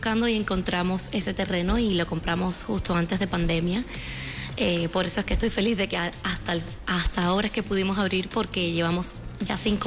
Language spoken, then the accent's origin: Spanish; Cuba; moved away; also born or lived in Mérida, Mexico / United States; No me llegué a graduar aquí, nos mudamos a Estados Unidos con mi familia. Nosotros Yo soy cubana